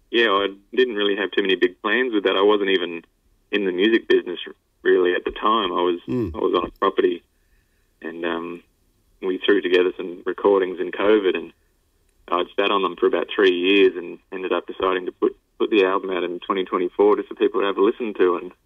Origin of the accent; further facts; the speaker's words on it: Dubbo, New South Wales, Australia; also born or lived in Bourke; I grew up, I was born in Bourke, mate, but I mainly grew up in Dubbo, in the central west of New South Wales there, and I grew up raised by a couple of school teachers, big agricultural district, and went to school here